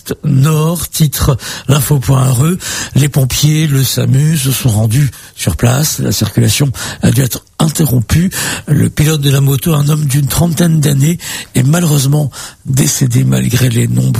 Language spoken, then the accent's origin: French; Réunion; notamment chez nous à La Réunion.